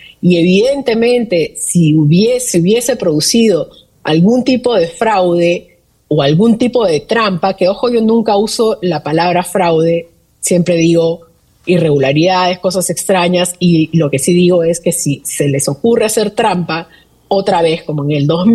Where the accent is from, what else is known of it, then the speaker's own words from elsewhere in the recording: Peru; moved away; en Perú, aunque siempre tengo un ojo vigilante a mi patria porque puedo estar lejos geográficamente, pero siempre me preocupo por lo que pasa en mi país, no solamente porque tengo familias y amigos, sino porque quiero mi país, porque he nacido y crecido allí